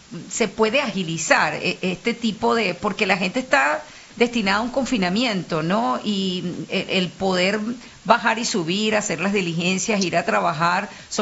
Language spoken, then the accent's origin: Spanish; Venezuela